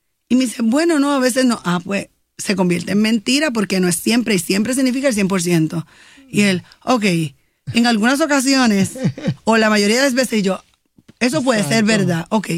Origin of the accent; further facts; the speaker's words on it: Puerto Rico; Y somos boricuas y los absolutos nos encantan, porque siempre pasa esto, porque nunca pasa esto.